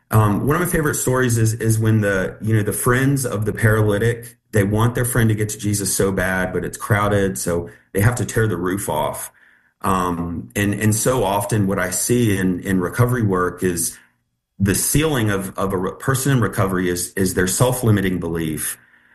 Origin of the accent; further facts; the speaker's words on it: Richmond, Virginia, United States; So I moved here from Richmond, Virginia, about a week after my high school graduation, with my mom and my dad and my daughter, who I had when I was 16. And we moved from the city of Richmond to Southwest Virginia.